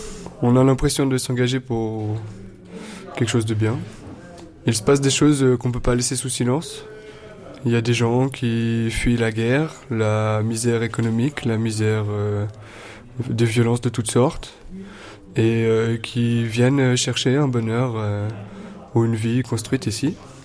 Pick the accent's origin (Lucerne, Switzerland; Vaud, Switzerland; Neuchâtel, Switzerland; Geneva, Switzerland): Geneva, Switzerland; Je viens de Genève, je suis né là-bas, j'ai beaucoup voyagé, mais j'habite un instant là-bas.